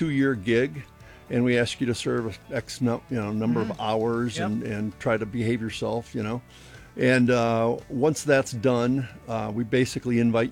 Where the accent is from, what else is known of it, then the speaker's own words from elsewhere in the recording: Michigan, United States; moved away as an adult; Born and raised in Michigan.